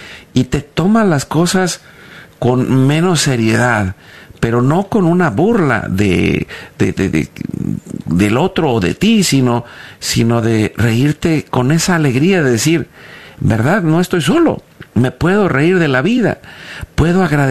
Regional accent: Mexico; Y quiero decirlo, somos mexicanos. Nos reímos de todo, hasta de la muerte.

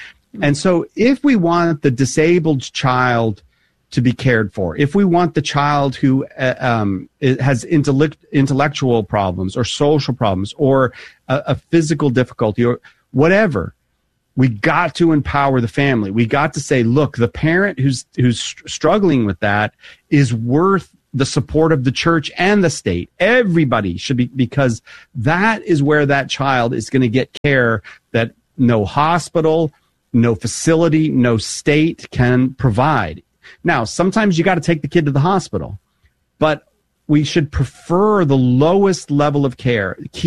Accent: Boston, Massachusetts, United States; You know, as an Irish Catholic, Boston Irish Catholic family, we showed emotion as well.

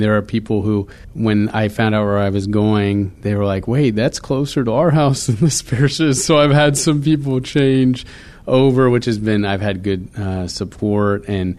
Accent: Sugar Land, Texas, United States; now in Katy, United States; I kind of joke that I'm now officially from this side of Houston because I grew up in Sugarland, but my family doesn't even live there anymore.

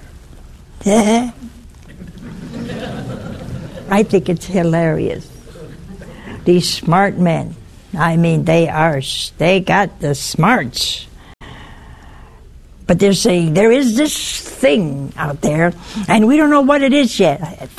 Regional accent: Ohio, United States; now in Hansville, United States; we came from Ohio. We've been here almost 40 years.

